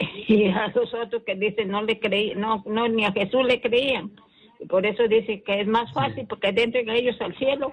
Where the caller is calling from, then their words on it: Piura, Peru; aquí estamos con calor en Piura.